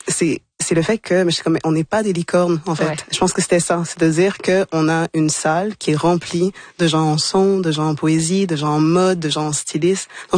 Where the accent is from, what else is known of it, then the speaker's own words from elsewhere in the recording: Port-au-Prince, Ouest, Haiti; born there; Non, c'est comme un peu classique enfants d'immigrants. Moi, je suis née à Port-au-Prince. J'ai grandi ici.